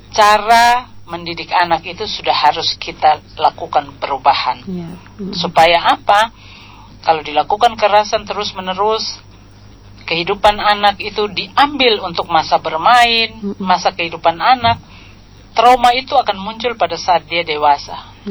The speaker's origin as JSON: {"language": "Indonesian", "town": "Kupang", "region": "East Nusa Tenggara", "country": "Indonesia", "said": "kalau bahasa kita orang Kupang"}